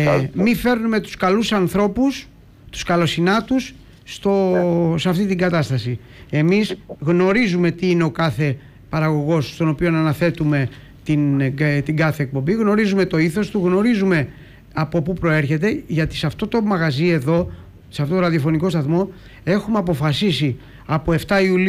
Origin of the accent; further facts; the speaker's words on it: Ikaria, North Aegean, Greece; Εγώ είμαι από την Ικαρία